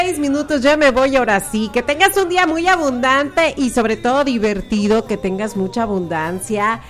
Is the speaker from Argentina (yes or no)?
no; Mexico; Que somos mexicanos, hombre.